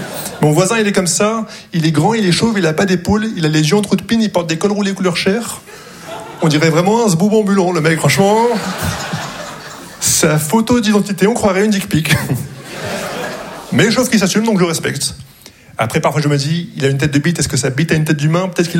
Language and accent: French; Morocco